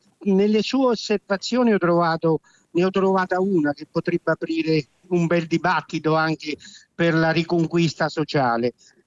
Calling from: Castelraimondo, Marche, Italy; chiamo da Castel Raimondo, vicino Camerino, nelle Marche

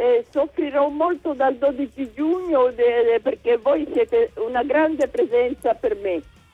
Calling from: Mentana, Lazio, Italy; Si chiama Casali di Mentana. A un passo da Roma

